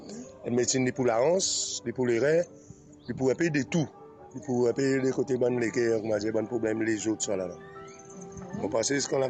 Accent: Rodrigues, Mauritius; je viens de famille, je viens de Rodrigue, je téléphone

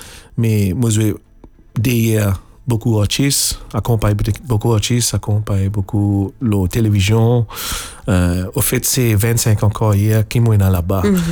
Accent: Melbourne, Victoria, Australia; born there; also born or lived in Mauritius; now that I live in Australia, in Melbourne, actually I'm an Australian-born Mauritian artist. So, but I've been back home in Melbourne since 2022.

